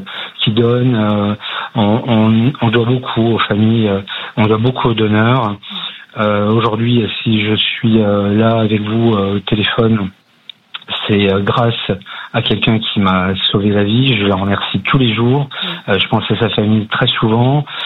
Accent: Saint-Étienne, Auvergne-Rhône-Alpes, France; sur le trajet qui est de Saint-Étienne, puisque je suis stéphanois, jusqu'à Lyon

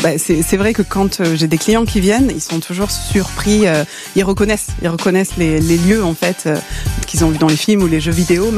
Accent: Nîmes, Occitanie, France; moved away as an adult; also born or lived in San Francisco / Hawaii / Alaska; now in San Diego, United States; J'ai grandi à Nîmes et à 19 ans, je suis partie à San Francisco comme jeune fille au pair. Et j'ai enchaîné, en fait, je devais partir 3 mois. Finalement, je suis restée plus de 20 ans. Mais j'ai enchaîné San Francisco, Hawaï, l'Alaska, un petit peu du Canada.

